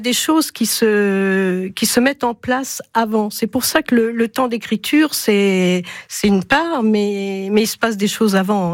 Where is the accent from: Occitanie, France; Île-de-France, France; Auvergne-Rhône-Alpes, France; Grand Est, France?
Auvergne-Rhône-Alpes, France; now in Puy-de-Dôme, France; les paysages, soit du Bourbonnais dont je suis originaire, soit les paysages du Puy-de-Dôme où je vis maintenant